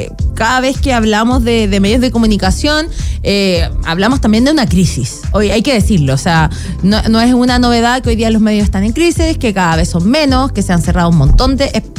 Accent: Antofagasta, Chile; Yo también, ¿viste? Yo soy de Antofagasta.

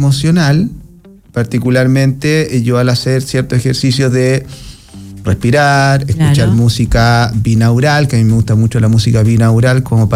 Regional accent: Curicó, Maule, Chile; yo soy de Curicó

